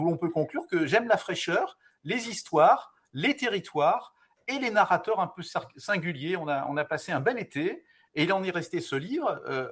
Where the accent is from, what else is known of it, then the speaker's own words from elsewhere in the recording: Paris, Île-de-France, France; now in Var, France; je suis parisien d'origine et varois d'adoption.